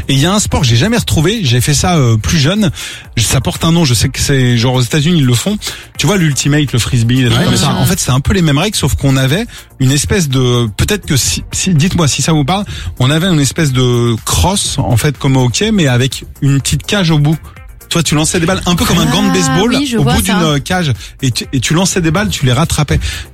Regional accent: Pays de la Loire, France; moi j'ai grandi en Vendée

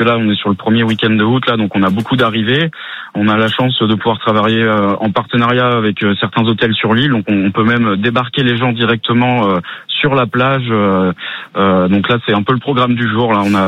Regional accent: La Rochelle, Nouvelle-Aquitaine, France; moved away as an adult; now in Var, France; Je suis originaire de La Rochelle

